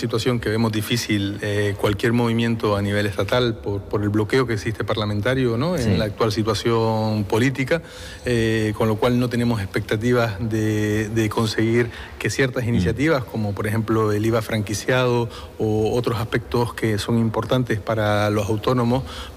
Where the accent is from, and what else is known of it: Canary Islands, Spain